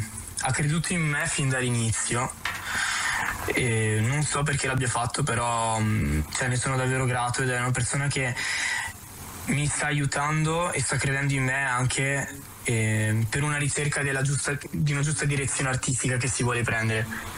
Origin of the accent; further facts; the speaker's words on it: Trento, Trentino-Alto Adige, Italy; also born or lived in Apulia; io sì sono di Trento ma sono nato in Puglia in realtà.